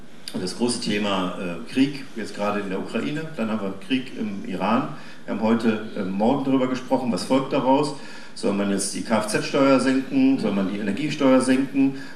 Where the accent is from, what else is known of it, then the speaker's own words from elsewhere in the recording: Saxony, Germany; Ich komme ja nun aus der Grenzregion und da haben wir über Jahre immer wieder gesagt, es gibt in Pappmannsdorf das große Tanklager. Von dort aus wird das Erzgebirge, und zwar auf beiden Seiten der Grenze, beliefert